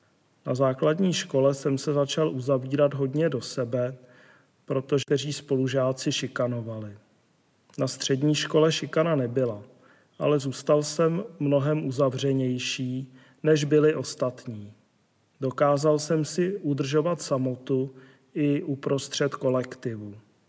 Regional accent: Prague, Czechia; Je mi 49 let a celý život bydlím v Praze.

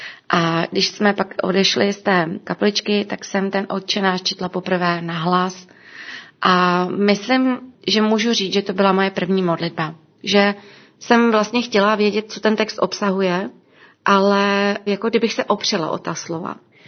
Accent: Duchcov, Ústí nad Labem Region, Czechia; blízko města, kde bydlím, já jsem z Duchcova

